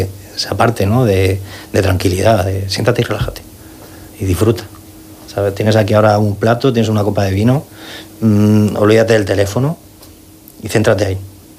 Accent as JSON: {"language": "Spanish", "town": "Madrid", "region": "Community of Madrid", "country": "Spain", "moved": "yes", "said": "yo soy de Madrid"}